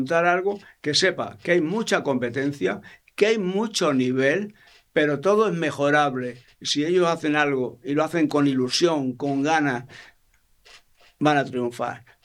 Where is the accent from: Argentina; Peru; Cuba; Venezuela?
Peru; now in Madrid, Spain; En mi restaurante actualmente todos somos peruanos.